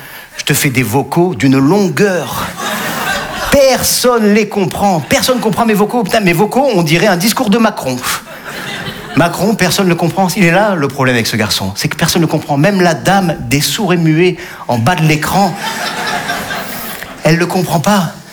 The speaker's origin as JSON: {"language": "French", "town": "Nice", "region": "Provence-Alpes-Côte d'Azur", "country": "France", "said": "Eh ouais, je suis niçois, les amis. Ouais. Humour. Eh ouais, humoriste niçois."}